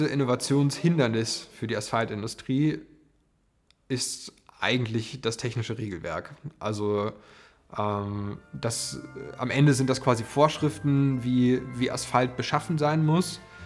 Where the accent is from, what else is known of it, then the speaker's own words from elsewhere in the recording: Potsdam, Brandenburg, Germany; Und wodurch unser dann eigentlich erstes Projekt schönerweise in Potsdam, also meiner Heimatstadt, stattfinden konnte.